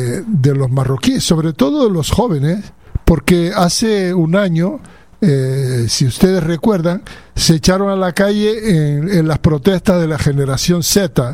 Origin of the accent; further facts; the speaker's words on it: Western Sahara; now in Canary Islands, Spain; yo personalmente, como soy saharaui y viví la marcha negra o la marcha verde